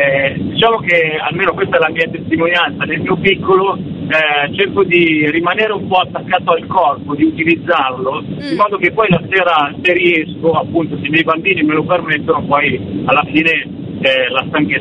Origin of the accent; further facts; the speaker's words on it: Milan, Lombardy, Italy; io sono di Milano, e di muovermi a Milano, per esempio, in bicicletta